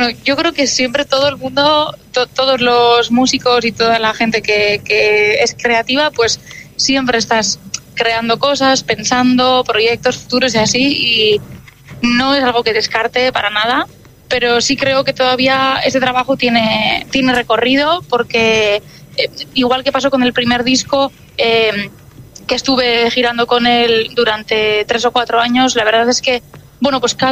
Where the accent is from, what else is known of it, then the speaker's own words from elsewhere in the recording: Durango, Basque Country, Spain; first language Basque; Spanish is a second language; hemos tocado en Durango, en mi pueblo